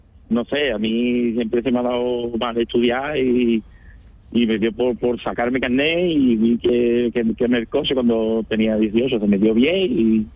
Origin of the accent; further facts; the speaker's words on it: La Puebla de Cazalla, Andalusia, Spain; now in Marchena, Spain; Yo soy de la Puebla de Cazalla.